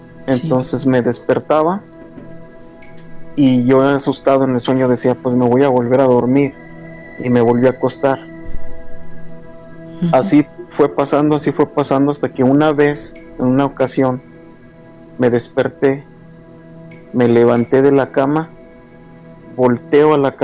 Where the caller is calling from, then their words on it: Ciudad Juárez, Chihuahua, Mexico; Desde Ciudad Juárez